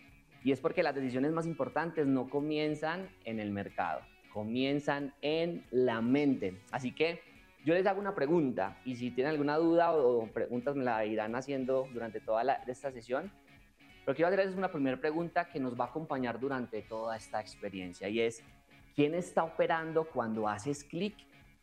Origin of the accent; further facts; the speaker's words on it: Medellín, Antioquia, Colombia; En mi caso, familia, vengo de Colombia, bueno que en mi acento me revela, vengo de Colombia de un contexto de mucha violencia.